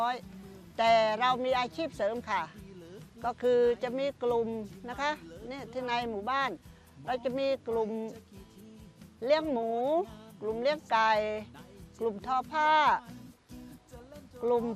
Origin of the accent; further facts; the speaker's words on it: Ta Phraya, Sa Kaeo, Thailand; แต่คุณแม่เป็นคนไทยค่ะคุณแม่เป็นคนแถวบุรีรัมย์แล้วก็มาก็เจอคุณพ่อก็สมรสกันนะคะก็มีบุตรซึ่งดิฉันก็เกิดที่นี่ตอนนี้อายุ62ปีก็ถือว่าอยู่62ปีแล้วล่ะ